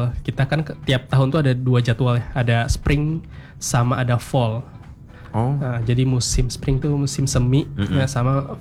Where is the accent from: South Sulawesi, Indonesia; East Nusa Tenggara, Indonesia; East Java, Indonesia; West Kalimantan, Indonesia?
West Kalimantan, Indonesia; Tapi itu sebenarnya inilah modal atau fondasi yang menjadi privilege bagi kita warga Kalbar gitu ya, untuk bisa apply program ini.